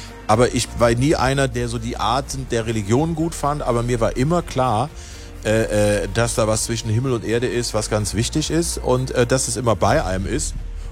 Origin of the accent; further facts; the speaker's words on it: Aachen, North Rhine-Westphalia, Germany; ich komme aus Aachen, ich bin römisch-katholisch erzogen worden